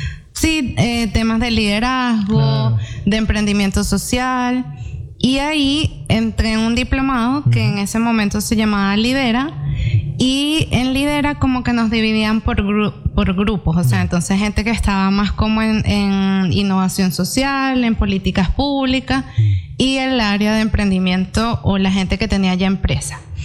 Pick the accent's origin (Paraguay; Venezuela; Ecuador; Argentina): Venezuela; accent: Venezuelan; now in Chile; como notarán en mi acento, yo soy venezolana